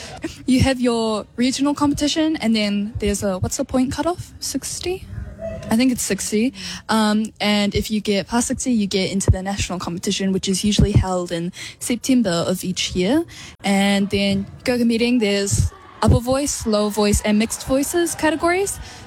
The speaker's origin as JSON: {"language": "English", "region": "Waikato", "country": "New Zealand", "said": "I'm from the Waikato"}